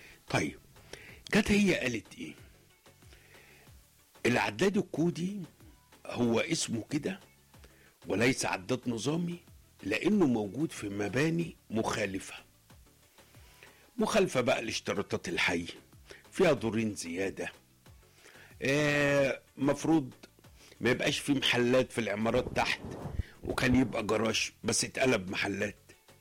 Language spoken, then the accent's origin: Arabic; Egypt; عندنا في مصر